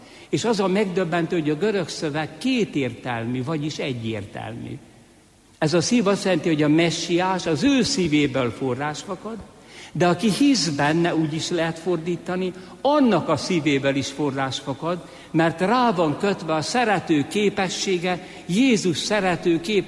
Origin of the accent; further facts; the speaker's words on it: Hungary; born there; Szülőfalumba Siót szabályozták.